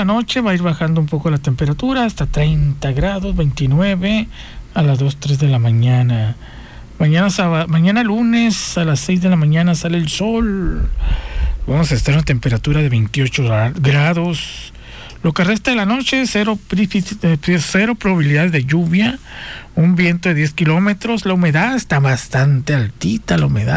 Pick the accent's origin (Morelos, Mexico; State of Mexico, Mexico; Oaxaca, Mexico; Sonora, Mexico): Sonora, Mexico; Guaymas; moved away as an adult; Yo me acuerdo que me vine de Guaymas, yo solo me vine a escribirme aquí a la uni, aquí anduve rolando ya en aquellos años